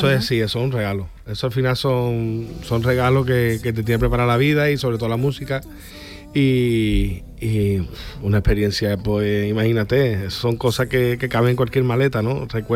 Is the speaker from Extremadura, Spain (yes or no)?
no; Camas, Andalusia, Spain; costalero de Gran Poder de Cama de mi pueblo